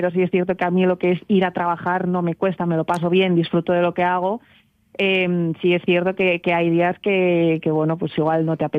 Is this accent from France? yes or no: no; Asturias, Spain; vengo de Asturias